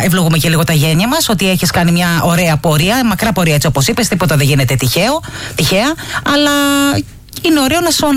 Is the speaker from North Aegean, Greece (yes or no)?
yes; Antissa, North Aegean, Greece; moved away; Σίγρη της Λέσβου, εκεί στην πατρίδα μου, ένα χωριό μετά το δικό μου